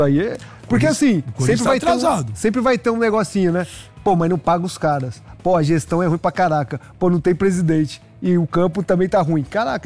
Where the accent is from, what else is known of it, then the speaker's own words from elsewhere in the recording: São Paulo, Brazil; moved away as an adult; eu saí da Coab com 19 anos. Então, eu vivi muito a minha infância, a minha adolescência toda lá.